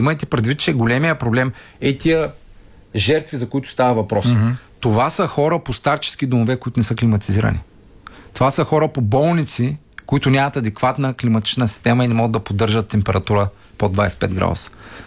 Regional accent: Yambol, Yambol Province, Bulgaria; аз съм от Ямбол.

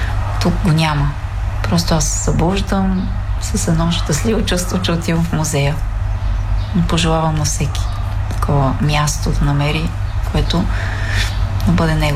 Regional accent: Elin Pelin, Sofia Province, Bulgaria; аз съм от Елинпелин

